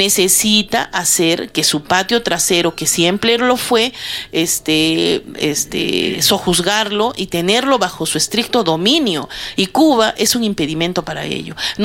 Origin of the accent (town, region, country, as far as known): Peru